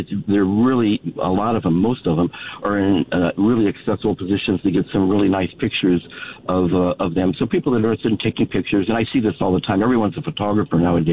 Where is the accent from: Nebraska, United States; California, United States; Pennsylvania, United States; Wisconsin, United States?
Nebraska, United States; Omaha; I grew up in Omaha, Nebraska, where we had, I'm 75, so going way back, they had a zoo there.